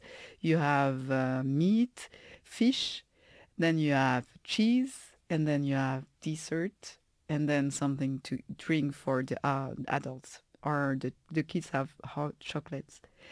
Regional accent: Paris, Île-de-France, France; So I come from Paris, and that's a very eclectic place where you have people from different places. My family is Buddhist

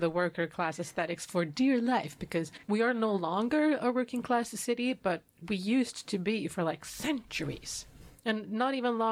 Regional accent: Gothenburg, Västra Götaland, Sweden; accent: Gothenburg; that was me trying my best to sing with a Gothenburg accent. Okay, it's easier to speak with it, but I have never actually tried singing with it.

